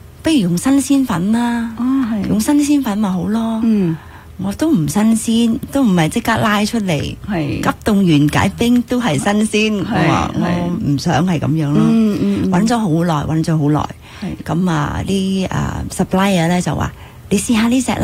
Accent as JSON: {"language": "Cantonese", "region": "Ho Chi Minh City", "country": "Vietnam", "tie": "born or raised there", "moved": "yes", "said": "我主要翻去都系胡志明市，我长大嘅地方，我系喺胡志明市土生土长嘅华人，"}